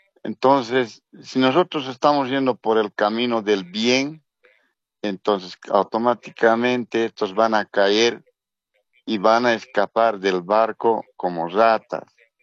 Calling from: El Alto, La Paz, Bolivia; de aquí, del Alto de La Paz.

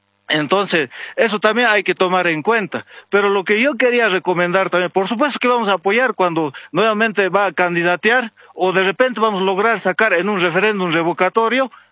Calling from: Bolivia

